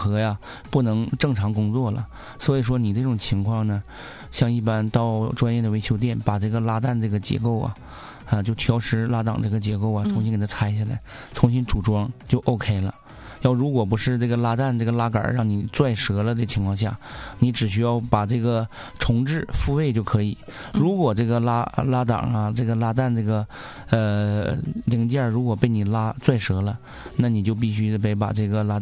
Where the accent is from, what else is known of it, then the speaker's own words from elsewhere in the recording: Northeast China, China; accent: Northeastern dialect; 咱们东北话讲